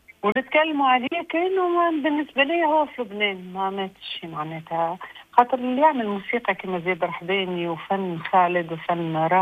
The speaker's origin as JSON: {"language": "Arabic", "country": "Tunisia", "tie": "born or raised there", "said": "أنا بنت تونس، الأخ تونس مفتحة على كل الثقافات العالمية. أنا متربية في بلادي، فذاك علي شديتك التنوع ذاك وكبرت به معناتها."}